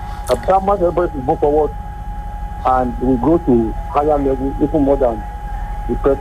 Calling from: Nigeria; I'm calling from Agbabiaka.

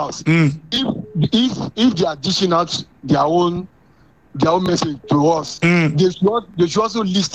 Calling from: Ogbomosho, Oyo, Nigeria; from Ogbomosho.

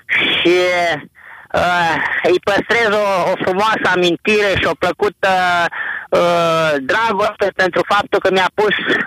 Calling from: Novaci, Gorj County, Romania; sunt de la Novaci, este munte.

